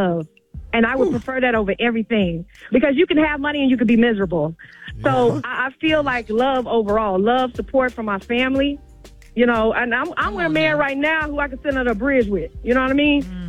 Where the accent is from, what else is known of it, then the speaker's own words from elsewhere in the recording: Houston, Texas, United States; I mean, I wouldn't call it Ratchet. Like, I'm from Houston, so I love